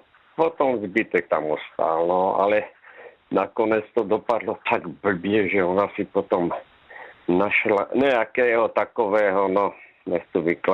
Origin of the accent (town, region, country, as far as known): Luka, Zlín Region, Czechia; born or raised there; now in Topolná, Czechia